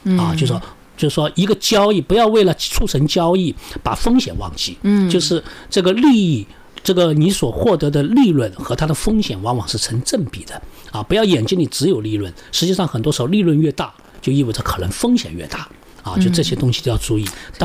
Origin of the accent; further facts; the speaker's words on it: China